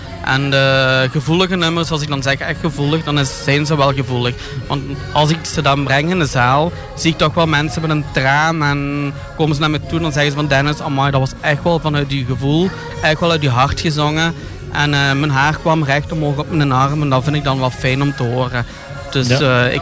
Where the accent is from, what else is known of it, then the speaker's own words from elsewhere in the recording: Hasselt, Flanders, Belgium; accent: Limburg; Ik ben een Limburger, ja. Ik kom helemaal uit Hasselt.